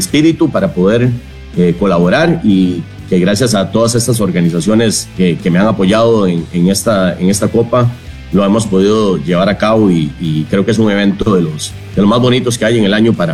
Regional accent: Santo Domingo, Dominican Republic; yo soy oriundo de Santo Domingo, desde los 7 años juego béisbol

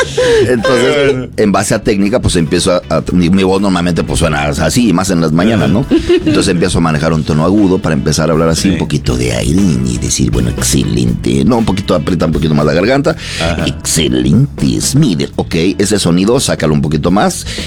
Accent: Durango, Mexico; moved away; como yo soy de Durango, pues allá en el norte hablan de esta parte. Entonces meto la voz a la garganta y hablo arriba.

